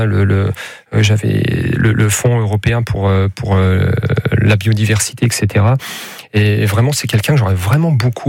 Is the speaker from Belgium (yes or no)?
no; Vendeuvre, Grand Est, France; also born or lived in Nancy; Moi je suis né à Nancy, j'ai habité très longtemps à Vendeuvre